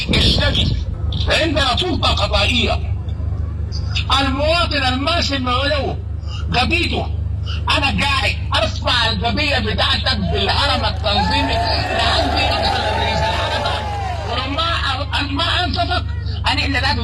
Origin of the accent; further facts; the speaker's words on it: Sudan; لكن بإرادتهم بإرادتهم كسودانيين